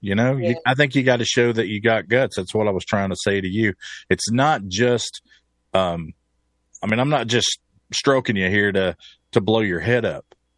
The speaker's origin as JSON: {"language": "English", "town": "Bristol", "region": "Tennessee", "country": "United States", "tie": "born or raised there", "said": "Yeah, well, I grew up in Bristol, Tennessee."}